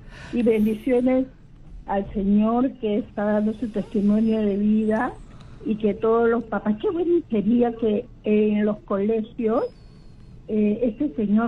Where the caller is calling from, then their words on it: Lima, Peru; Estoy llamando de Sao Juan, sí, de Sao Juan de Miraflores.